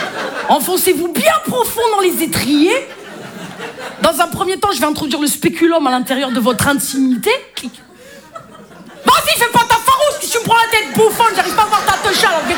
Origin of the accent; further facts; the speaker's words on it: Marseille, Provence-Alpes-Côte d'Azur, France; Je suis marseillaise. J'ai pas l'accent.